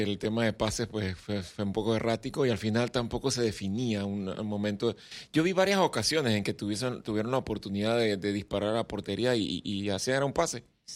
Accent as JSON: {"language": "Spanish", "country": "Panama", "said": "como muchos panameños hoy"}